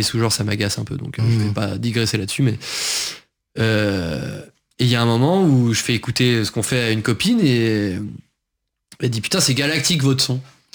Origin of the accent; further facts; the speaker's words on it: Hauts-de-France, France; now in Paris, France; Moi, je viens de l'Oise à la base. Je suis Picard.